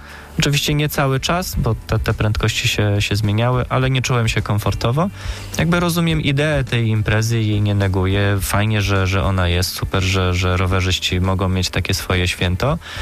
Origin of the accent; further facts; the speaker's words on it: Gdańsk, Pomeranian Voivodeship, Poland; u nas w Gdańsku